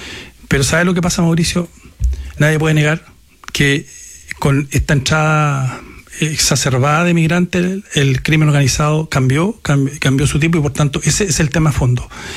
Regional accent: Araucanía, Chile; moved away; yo vengo de la Araucanía, vengo de escuela pública. Usted sabe, Mauricio, somos 16 hermanos, papá sindicalista

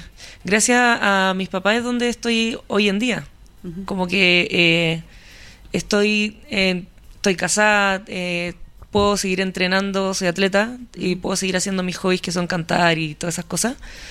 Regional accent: Santiago, Santiago Metropolitan Region, Chile; born there; also born or lived in Valdivia; yo llegué muy chica, creo que eran 16 días de... Sí. Nací en Valdivia, me fueron a buscar para allá directo y llegué directo a esta familia gigante. Pasamos por Talca a ver a mi tío y después seguimos directo a Santiago

